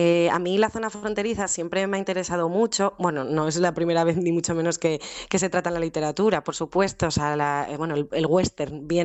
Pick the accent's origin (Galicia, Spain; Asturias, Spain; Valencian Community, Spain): Asturias, Spain; el puerto de Pajares y toda la zona de donde está mi pueblo, me gusta pensarla como pues, una frontera natural que ha vivido muchísimas cosas